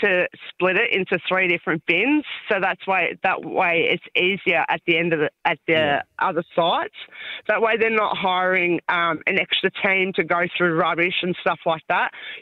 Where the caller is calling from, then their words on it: Werribee, Victoria, Australia; I'm from Werribee and we've got three bins.